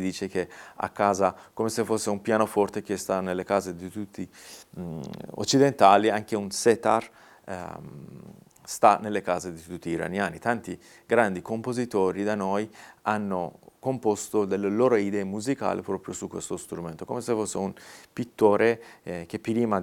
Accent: Isfahan, Iran; Italian is a second language; moved away as an adult; now in Italy; io vengo da Isfahan o Esfahan, la mia città natale.

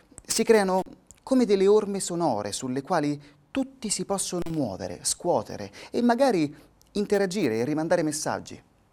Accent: Siena, Tuscany, Italy; La mia voce è l'appartenenza alla mia terra, un'appartenenza di nascita, nel mio caso toscana, perché io sono di Siena e ancora di più Fontebranda e della campagna toscana, sempre però con la visione di non avere confini.

